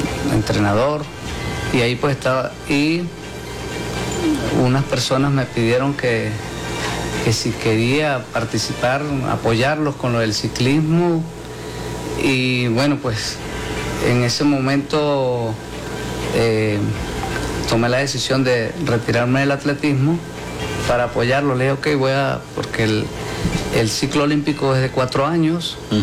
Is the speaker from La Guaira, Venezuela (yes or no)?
no; Santa Cruz de Mora, Mérida, Venezuela; de mi tierra, Santa Cruz de Mora.